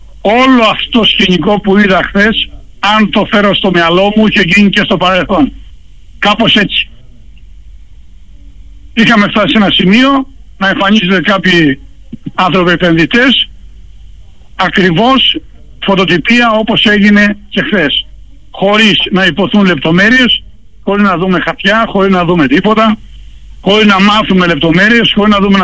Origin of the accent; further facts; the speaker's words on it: Patras, Western Greece, Greece; ως πατρινός, ως δημοσιογράφος και οπαδός της Παναχαϊκής